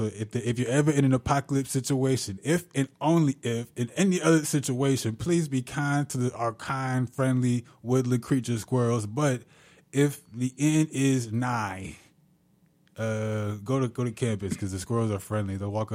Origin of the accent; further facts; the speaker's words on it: Illinois, United States; Like, I was born and raised in Illinois